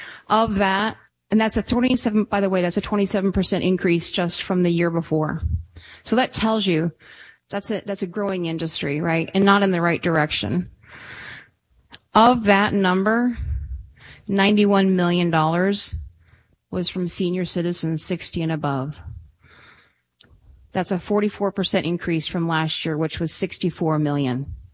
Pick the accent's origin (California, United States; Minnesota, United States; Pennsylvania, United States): Minnesota, United States; I grew up in Minnesota